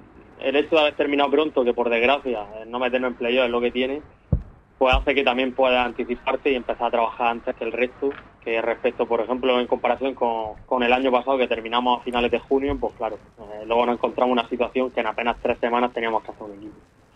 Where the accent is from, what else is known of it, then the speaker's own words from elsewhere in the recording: Pulpí, Andalusia, Spain; seguir ayudando aquí al club de mi pueblo